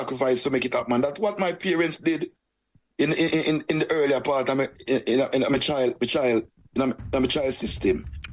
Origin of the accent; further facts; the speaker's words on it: Portmore, Saint Catherine, Jamaica; also born or lived in Kingston, Jamaica; I was born in Kingston, grew up most of my life in a Portmore city, in a Waterford, a little community called Waterford, as a youth growing up.